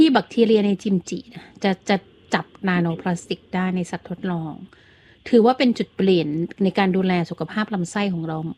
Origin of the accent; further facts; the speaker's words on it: Isan, Thailand; คุณผู้ฟังเราเป็นคนอีสานฝั่งเดียวกันเนาะ